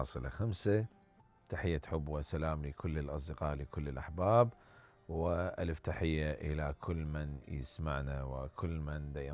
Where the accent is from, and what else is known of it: Iraq